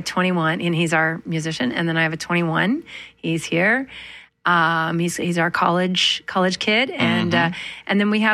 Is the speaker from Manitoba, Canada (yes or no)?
yes; Manitoba, Canada; Growing up in Manitoba, I always tell this story